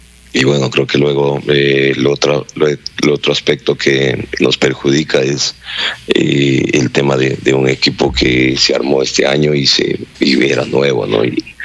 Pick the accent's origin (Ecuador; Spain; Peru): Ecuador; yo soy ecuatoriano, soy nacionalista